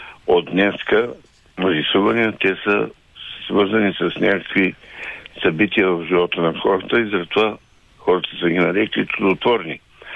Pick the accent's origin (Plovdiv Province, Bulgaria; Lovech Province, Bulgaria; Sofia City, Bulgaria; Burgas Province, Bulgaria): Lovech Province, Bulgaria; Teteven; съм от Тетевен.